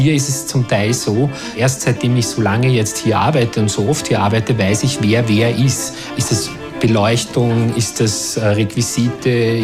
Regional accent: Vienna, Austria; Ich war Wiener Sängerknabe. Ich bin Wiener.

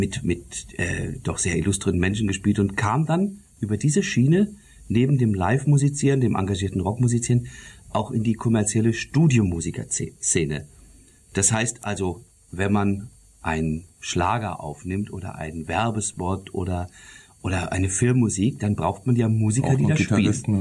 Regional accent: Detmold, North Rhine-Westphalia, Germany; Ich stamme eigentlich aus Nordrhein-Westfalen, aus Lippe-Detmold. Das ist eine Stadt, die ist ungefähr vergleichbar mit Eisenach. Die ist so klein, liegt im Teutoburger Wald

